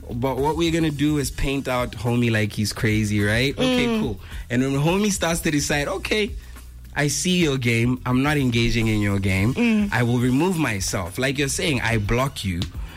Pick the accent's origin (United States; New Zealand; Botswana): Botswana; it means the world to me to know that I come from this place.